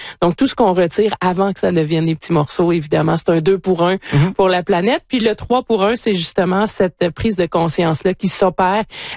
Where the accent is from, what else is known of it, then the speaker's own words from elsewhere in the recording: Rimouski, Quebec, Canada; nous à Rimouski, moi je viens de Rimouski